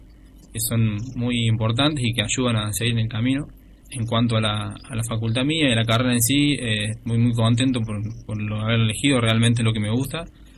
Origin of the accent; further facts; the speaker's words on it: Melo, Córdoba, Argentina; moved away as an adult; En el caso mío, yo soy oriundo de Melo, de un pueblo cercano a la localidad de Serrano.